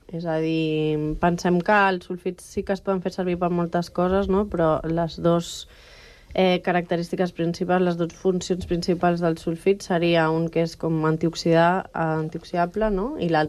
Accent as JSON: {"language": "Catalan", "town": "Alella", "region": "Catalonia", "country": "Spain", "said": "l'ella, que és d'on soc jo"}